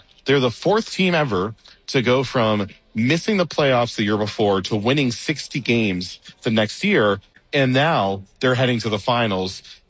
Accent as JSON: {"language": "English", "town": "Boston", "region": "Massachusetts", "country": "United States", "lives_now": "San Antonio, United States", "said": "I moved to San Antonio at the beginning of this season. I came from Boston, where sports is the culture."}